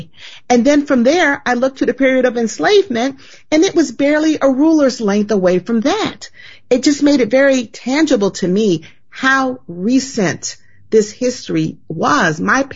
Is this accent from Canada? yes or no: no; the South, United States; As a Southerner, everyone's always saying, Southern families are such great storytellers.